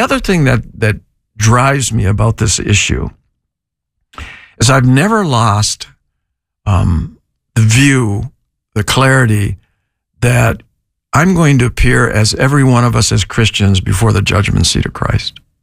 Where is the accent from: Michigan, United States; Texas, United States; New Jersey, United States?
Michigan, United States; Sault Ste. Marie; She grew up in Florida and I grew up in Sault Ste. Marie, Michigan. And we had 120 to 160 inches of snow.